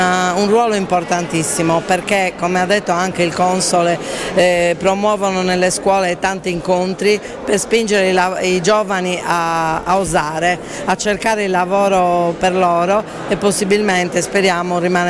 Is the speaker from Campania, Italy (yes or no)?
no; Cagliari, Sardinia, Italy; per me, che sono cagliaritana, quindi celebrare questa cerimonia nella mia città